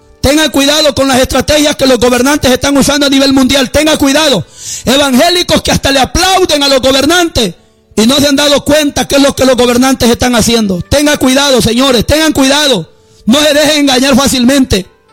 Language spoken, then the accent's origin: Spanish; El Salvador; ¿Cuántos cristianos en mi país, El Salvador, está siendo engañado?